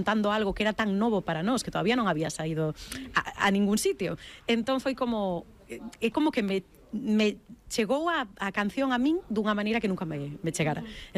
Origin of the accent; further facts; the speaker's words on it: A Coruña, Galicia, Spain; nos nunca dicíamos somos de Coruña ou somos españoles, ou sempre dicíamos somos galegos.